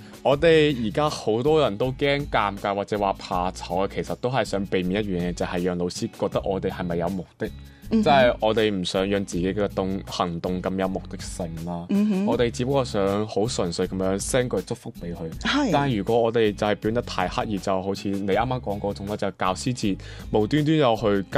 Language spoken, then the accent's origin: Cantonese; Macau; moved away as an adult; 跟住我有时翻澳门，我都会特登行翻我嗰个 我母校，我高中嗰度